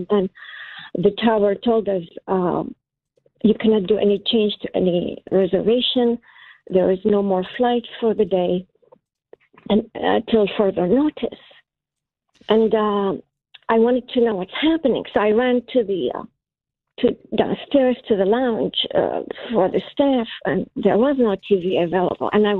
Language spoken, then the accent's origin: English; Iraq; I'm from Iraq, and back then I knew right away that something will happen, like a war will happen.